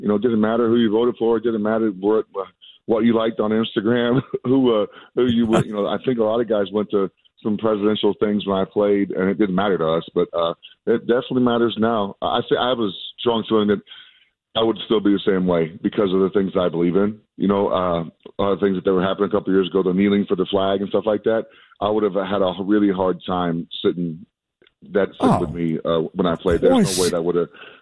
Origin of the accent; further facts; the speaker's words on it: New Mexico, United States; I grew up in New Mexico, so we didn't really my baseball team was the Cubs and the Braves because of WGN and TBS.